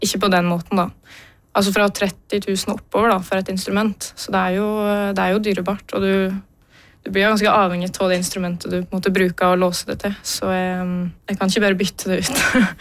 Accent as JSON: {"language": "Norwegian", "town": "Øystre Slidre", "region": "Innlandet", "country": "Norway", "tie": "born or raised there", "said": "min lokale kulturskole, hjemme i Øystre Slire i Valdres."}